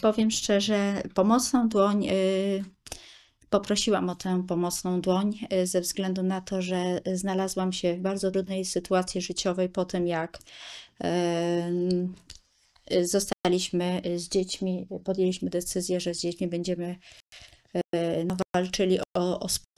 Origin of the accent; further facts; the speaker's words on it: Greater Poland Voivodeship, Poland; gdzie pochodzę z Wielkopolski, więc i tam poszuk